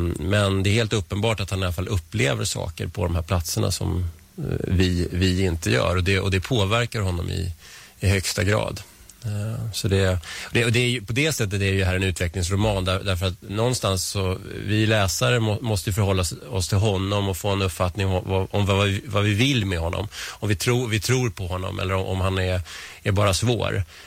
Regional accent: Stockholm, Stockholm County, Sweden; also born or lived in Strängnäs; now in Nacka, Sweden; Jag kommer ju inte härifrån. Jag kom från Vällingby från början. Och sen har jag bott i stan och jag har bott i Strängnäs då, som sagt. Men vi flyttade hit 2007

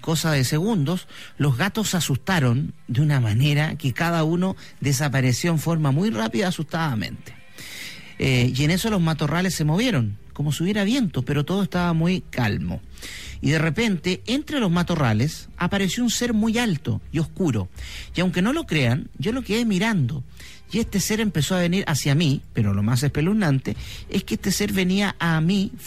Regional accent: Calama, Antofagasta, Chile; Les cuento que yo soy de Calama

